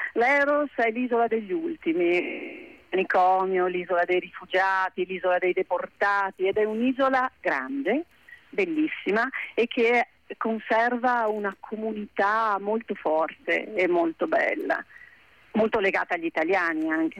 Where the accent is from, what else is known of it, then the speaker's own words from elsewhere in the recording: Venice, Veneto, Italy; Per me veneziana